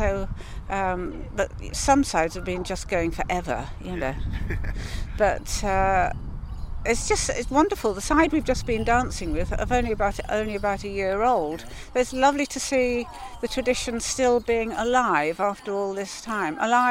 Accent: Leek, West Midlands, United Kingdom; I'm from Leek Morris.

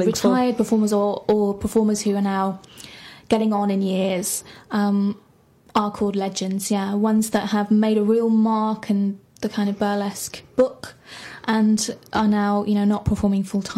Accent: England, United Kingdom; they knew I was from England

